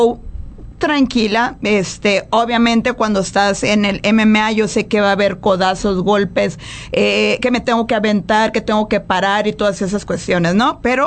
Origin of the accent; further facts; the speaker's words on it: Nayarit, Mexico; now in Tijuana, Mexico; yo siempre orgullosamente nayarita, eso nadie me lo quita, aunque radico en Tijuana, que también pues soy norteña, ¿no? Y ya con tantos años, pero eso no me quita el orgullo de ser nayarita